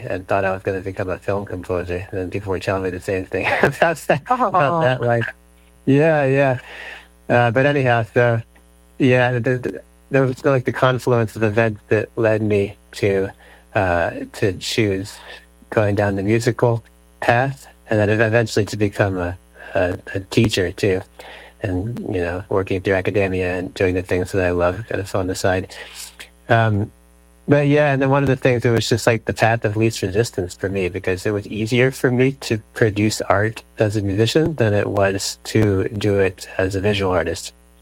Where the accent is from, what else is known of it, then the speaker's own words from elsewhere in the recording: Atlanta, Georgia, United States; moved away; I'm from Atlanta originally, in Georgia